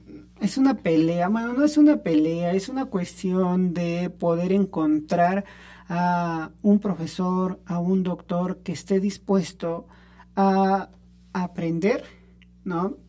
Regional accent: Zacapoaxtla, Puebla, Mexico; moved away; mi pueblo no ha salido de mí, la libertad de Zacapuaxtla no ha salido de mí, mi lengua, mi cultura no ha salido de mí

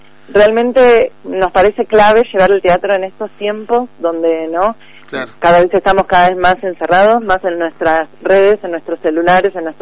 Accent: El Bolsón, Río Negro, Argentina; Yo soy del Bolsón

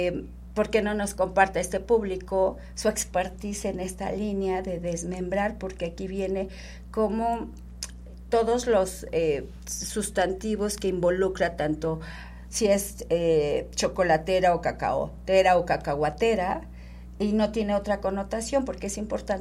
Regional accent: Mexico

